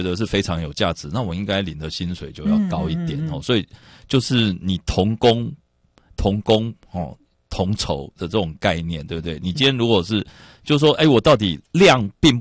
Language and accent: Chinese; Taiwan; 就好像穷忙已经快变成我们台湾人的 DNA 了